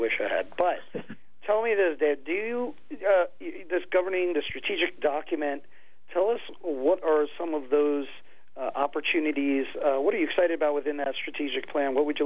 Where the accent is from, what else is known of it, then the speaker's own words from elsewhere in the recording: North Carolina, United States; I think where I grew up in North Carolina, right, you'd grow up, that was your school you'd go